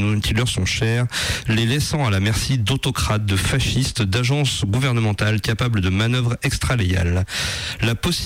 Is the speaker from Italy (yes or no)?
yes; Italy; accent: Italian; French is a second language; comme vous l'aurez deviné à mon horrible accent italien